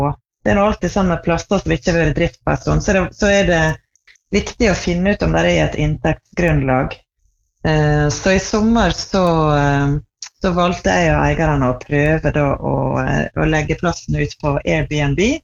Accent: Tresfjorden, Møre og Romsdal, Norway; Jeg vokste opp I Tresfjorden, som da på andre siden av fjellet. Da jeg var der, far min var prest I Tresfjorden

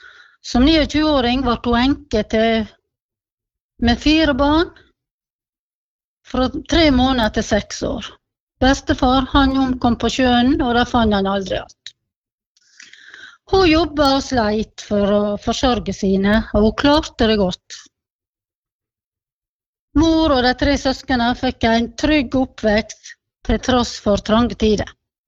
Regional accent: Giske, Møre og Romsdal, Norway; now in Sykkylven, Norway; Jeg bor i Sykkylven, men er født og oppvokst på Giske.

